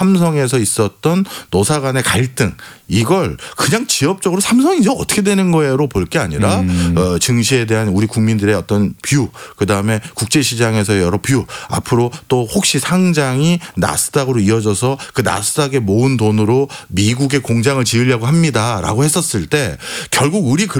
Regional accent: South Korea; 저는 한국 사람이기 때문에 또 앞으로도 평생 한국 사람으로 살 것이기 때문에

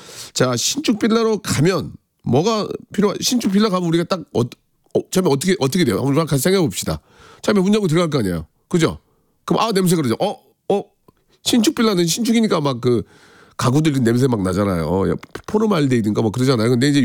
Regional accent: Gunsan, North Jeolla, South Korea; 군산은, 아, 제 고향입니다만은

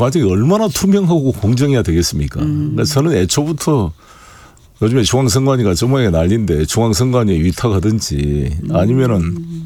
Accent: Honam, South Korea; moved away; 저도 호남 출신이지만

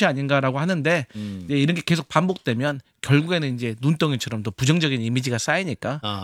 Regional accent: Gwangju, South Korea; 제 고향 광주에서는 또 뭐 모든 걸 일반화시킬 수는 없지만

